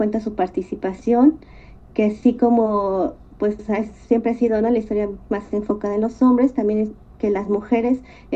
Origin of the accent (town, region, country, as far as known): Mexico